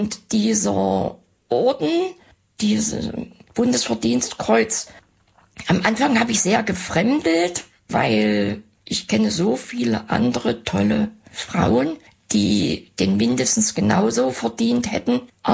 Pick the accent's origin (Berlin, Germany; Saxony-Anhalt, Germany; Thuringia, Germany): Saxony-Anhalt, Germany; born or raised there